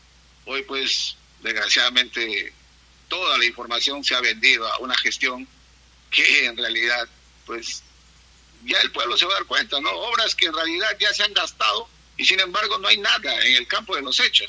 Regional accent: Tocachi, Pichincha, Ecuador; nosotros como tocachinos pensamos siempre querer hacer algo por nuestro pueblo de Tocachi, que nuestro pueblo crezca.

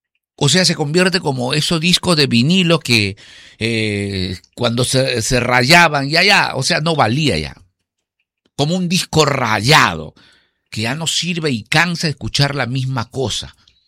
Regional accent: Peru

